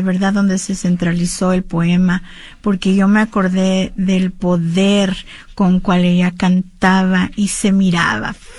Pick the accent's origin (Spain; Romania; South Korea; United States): United States; Yo siento muchísimo orgullo, eso es lo que inspira en muchísimas de nosotras que somos artistas aquí de este lado de la frontera en Estados Unidos, ¿verdad? Uh-huh. Porque tenemos esa conexión que ella es una pocha igual que yo